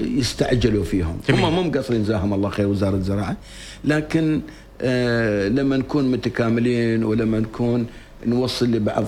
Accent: Oman; اليوم نحن كمجتمع عماني في تزايد

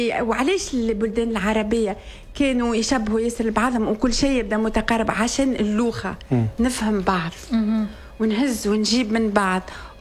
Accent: Djerba, Medenine, Tunisia; انا من منطقة في جربة اسمها جزيرة من الجنوب التونسي،

